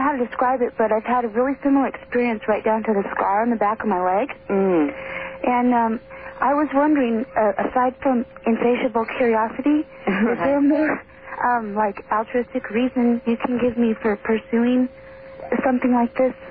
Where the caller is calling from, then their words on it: Redding, California, United States; Redding, California.